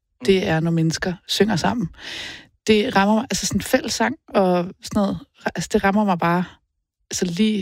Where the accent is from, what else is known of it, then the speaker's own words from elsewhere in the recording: Faroe Islands; Og det er noget, jeg har gjort rigtig meget hjemme på Færøerne. Jeg er halv færing, men det meste af min familie er på Færøerne.